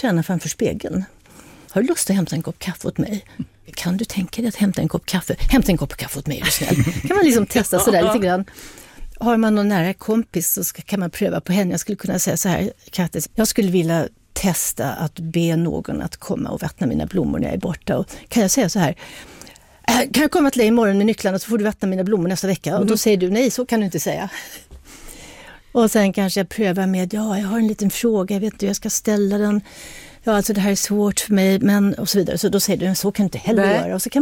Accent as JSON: {"language": "Swedish", "region": "Addis Ababa", "country": "Ethiopia", "tie": "born or raised there", "said": "Åtminstone under den tid som jag växte upp, vi bodde i Addis Abeba."}